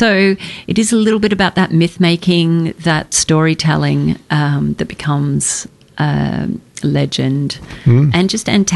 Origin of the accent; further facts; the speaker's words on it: Ballarat, Victoria, Australia; It's set in Australia and in my hometown of Ballarat.